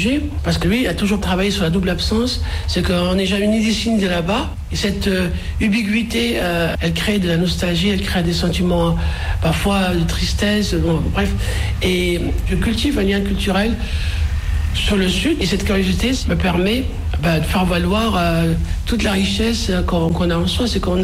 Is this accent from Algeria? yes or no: yes; Skikda, Skikda Province, Algeria; born there; Je suis né en Algérie, à Skikda, en 1963, ex-Philippeville.